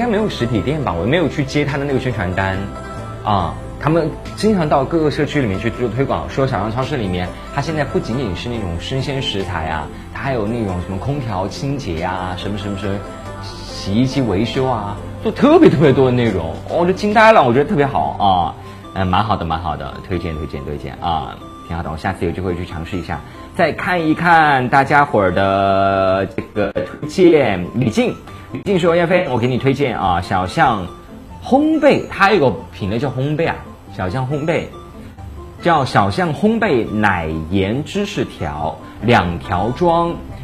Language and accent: Chinese; Sichuan, China; 当然我们四川人都是啊